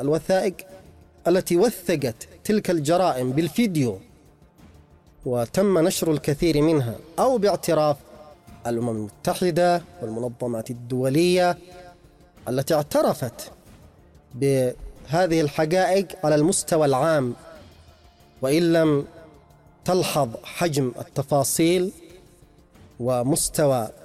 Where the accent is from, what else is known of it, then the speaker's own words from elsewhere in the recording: Yemen; نحن كشعب يمني